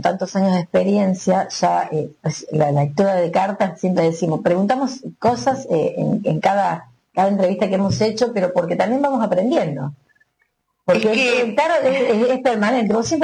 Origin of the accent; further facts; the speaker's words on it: Argentina; Sí, es nuestro país.